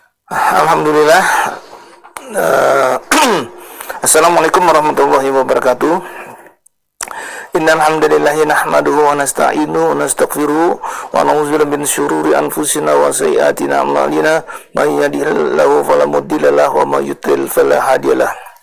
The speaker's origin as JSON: {"language": "Indonesian", "region": "Jakarta", "country": "Indonesia", "tie": "born or raised there", "said": "saya sendiri aslinya sih memang dari Jakarta, kayak gitu, karena saya sendiri lahir di Jakarta, SD, SMP, SMA juga di Jakarta. Saya mengambil di kedokteran di UI di Jakarta."}